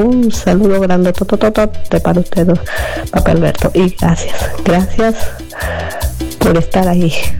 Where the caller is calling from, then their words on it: Catalonia, Spain; reciba un fuerte abrazo de acá, desde Cataluña, España